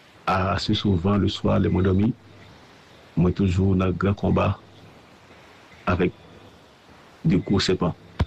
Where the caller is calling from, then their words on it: Martinique; Moi, je viens du côté de Martinique